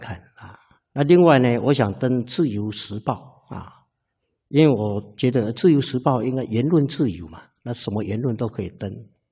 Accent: Taiwan; 这个呢都是造成我们台湾人民的伤害我们真的是无辜的。

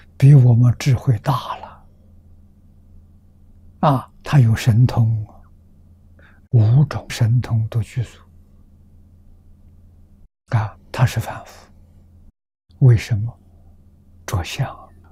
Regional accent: China; 我们中国人

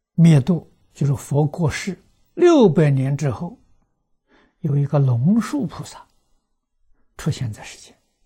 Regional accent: China; 我们中国人呢，算文字是算字数算的

